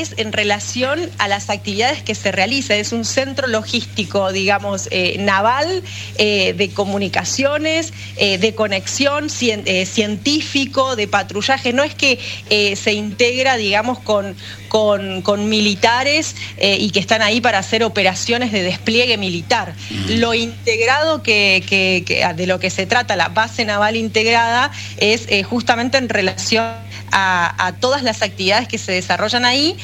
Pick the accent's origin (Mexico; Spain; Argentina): Argentina; Ushuaia, Tierra del Fuego; Soy de Ushuaia, exactamente, sí.